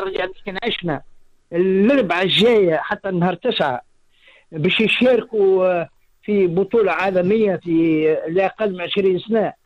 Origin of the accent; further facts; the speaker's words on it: Tunisia; عندنا في تونس